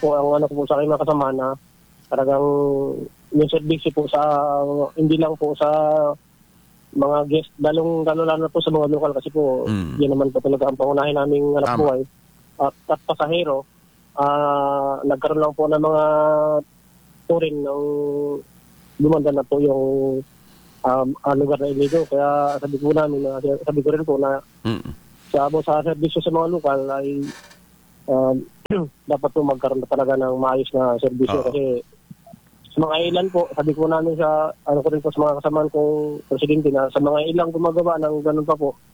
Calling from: El Nido, Mimaropa, Philippines; dito po sa amin sa Nakwan.

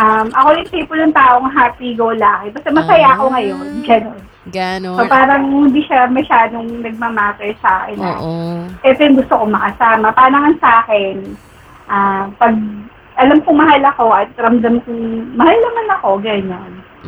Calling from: San Mateo, Calabarzon, Philippines; I am from San Mateo, Rizal.

